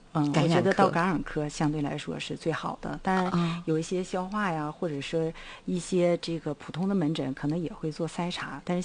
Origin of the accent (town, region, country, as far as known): China